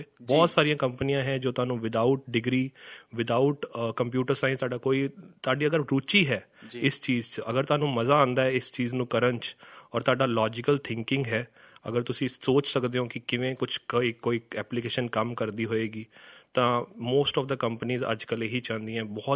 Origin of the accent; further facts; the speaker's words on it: Bathinda, Punjab, India; moved away as an adult; also born or lived in Chandigarh; now in Bangalore, India; ਬਠਿੰਡਾ ਹੀ ਮੈਂ ਪੈਦਾ ਹੋਇਆ, ਉਸ ਤੋਂ ਬਾਅਦ ਮੇਰੀ ਸਕੂਲਿੰਗ ਵਗੈਰਾ ਸਭ ਬਠਿੰਡੇ ਦੀ ਹੈ। ਮੈਂ ਆਪਣੇ ਮੋਮ ਡੈਡ ਨਾਲ ਰਹਿੰਦਾ, ਮੇਰੀਆਂ ਸਿਸਟਰਸ ਹੈ ਉਹ ਬਾਹਰ ਸੈਟਲਡ ਹੈ। ਮੇਰੀ ਜੋ ਕਾਲਜ ਰਿਹਾ ਮੇਰਾ ਉਹ ਚੰਡੀਗੜ੍ਹ ਤੋਂ ਰਿਹਾ, ਔਰ ਪਿਛਲੇ 8 ਸਾਲ ਤੋਂ ਮੈਂ ਬੈਂਗਲੌਰ ਦੇ ਵਿੱਚ ਕੰਮ ਕਰ ਰਿਹਾ।